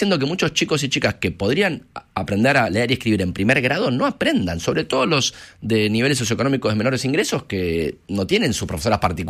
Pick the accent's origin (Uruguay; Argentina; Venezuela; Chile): Argentina; Somos el país de Sarmiento y estamos en alfabetización en décimo lugar en Latinoamérica entre Paraguay y El Salvador.